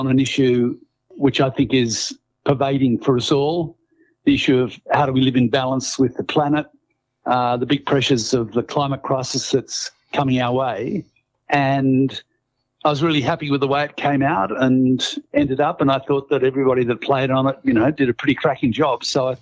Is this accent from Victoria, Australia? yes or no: no; Sydney, New South Wales, Australia; moved away as an adult; also born or lived in Canberra; we grew up on the North Shore of Sydney through the 50s and the 60s until I left school and left home and then went to Canberra to study as an arts law student